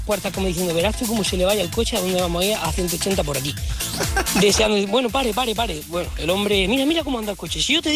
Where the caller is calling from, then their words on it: Jaén, Andalusia, Spain; soy de Jaén